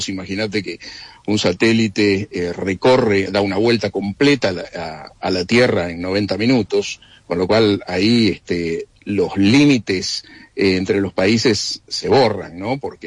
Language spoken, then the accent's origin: Spanish; Argentina